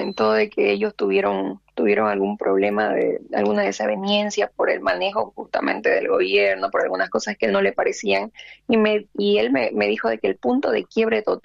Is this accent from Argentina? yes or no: no; Bolivia